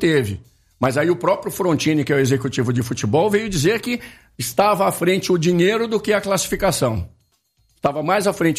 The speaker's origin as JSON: {"language": "Portuguese", "town": "Campinas", "region": "São Paulo", "country": "Brazil", "said": "E eu falo isso como campineiro."}